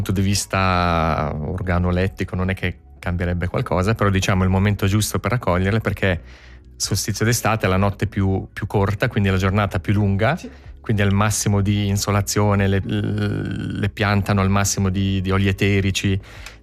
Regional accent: Caslano, Ticino, Switzerland; moved away as an adult; now in Basel, Switzerland; io sono ticinese, cresciuto a Caslano, però abito da 23 anni a Basilea

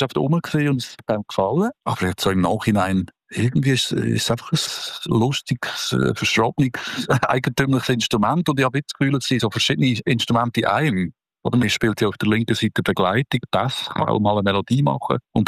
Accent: Basel-Landschaft, Switzerland; Pflanzfetz war ja damals auch schon ein Thema im Waldenburgertal, wo ich aufgewachsen bin.

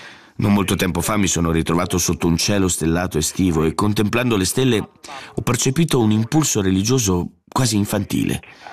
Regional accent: Switzerland; no, no, sono svizzero, e a fare lo spelling del mio nome.

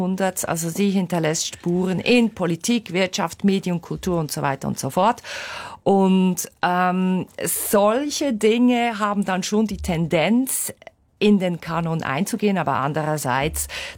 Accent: Bern, Switzerland; Ich bin eine Bernerin

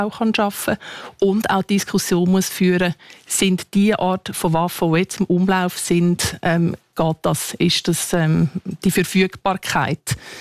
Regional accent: Aargau, Switzerland; Ja, ich bin im Aargau aufgewachsen.

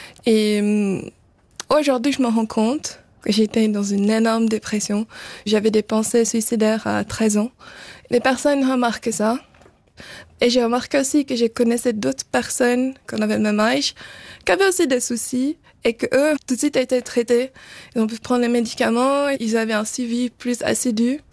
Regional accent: Brazil; now in Switzerland; je suis brésilienne, en fait. Et je suis suisse.

